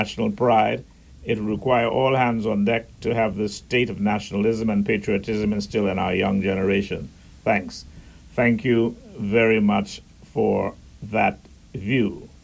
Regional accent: Middle Caicos, Turks & Caicos Islands; as a little boy growing up in Middle Caicos

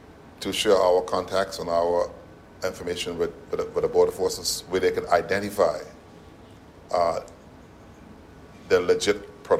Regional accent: Bottle Creek, North Caicos, Turks & Caicos Islands; But I grew up on Alcakis. And, you know, growing up in particular Bottle Creek, I grew up in the Buffalo Church.

